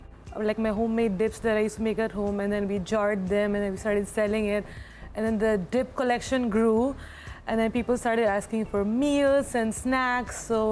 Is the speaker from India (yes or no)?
yes; India; I'm Indian